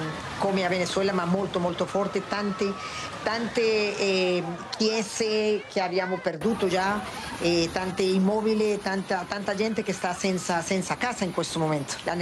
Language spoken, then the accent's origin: Italian; Pereira, Risaralda, Colombia; Italian is a second language; Io sono nata in Pereira, sono originalmente della città di Pereira, che è stata la più colpita.